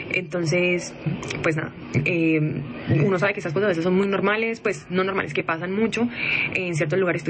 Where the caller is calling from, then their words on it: Colombia; siendo también colombianos